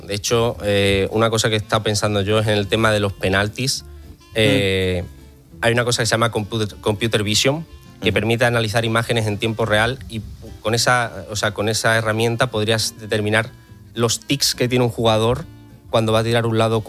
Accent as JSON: {"language": "Spanish", "town": "Azuaga", "region": "Extremadura", "country": "Spain", "tie": "born or raised there", "said": "si se enfrenta al equipo de mi pueblo, que es Azuaga, contra..."}